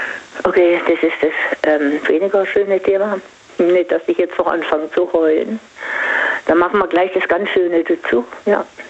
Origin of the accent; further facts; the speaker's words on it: Singen, Baden-Württemberg, Germany; Ich komme ja aus Singen und Die machen das schon eine ganze Weile in Klassentreffen.